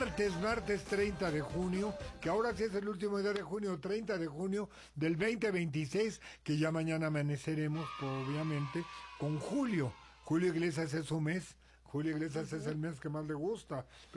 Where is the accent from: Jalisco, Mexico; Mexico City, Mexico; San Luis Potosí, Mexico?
Mexico City, Mexico; Aquí nacimos, somos mexicanos.